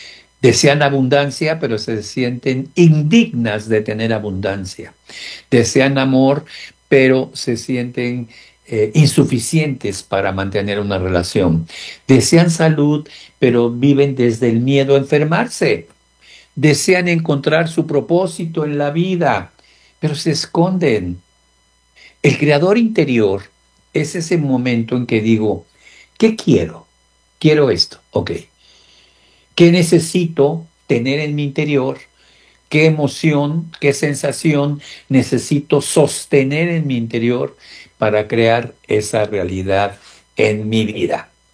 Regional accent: Mexico; Como mexicano me siento orgulloso de ello.

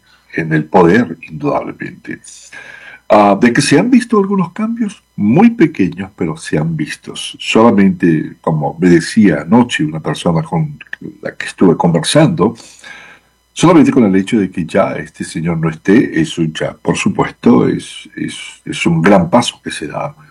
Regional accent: San Cristóbal, Táchira, Venezuela; moved away; estoy en San Cristóbal, la capital del estado Táchira, en el oeste de Venezuela. Como bien mencionas, todos allá saben que soy de Venezuela

